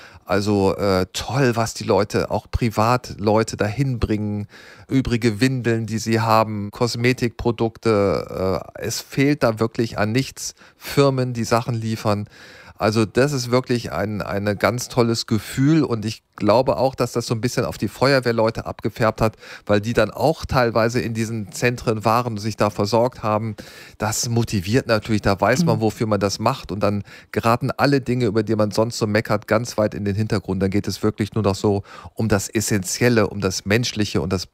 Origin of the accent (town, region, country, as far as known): Germany